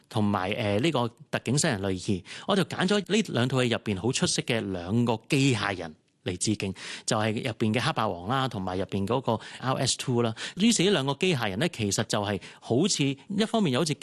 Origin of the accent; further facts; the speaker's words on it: Hong Kong; 咁变咗从中就可以睇到我哋香港人不停嘅演变。